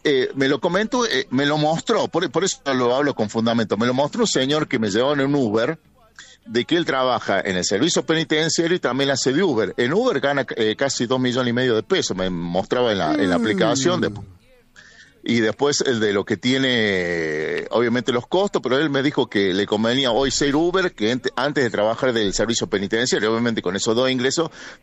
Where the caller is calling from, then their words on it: Chilecito, La Rioja, Argentina; aquí en Chilecito.